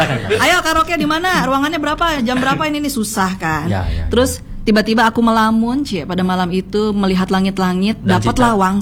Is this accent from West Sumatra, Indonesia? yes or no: no; Jakarta, Indonesia; moved away as an adult; now in Malang, Indonesia; Saya pendatang dari Jakarta yang sudah 4 tahun resign dari korporat terakhir di Jakarta, lalu memutuskan untuk stay for good di Malang.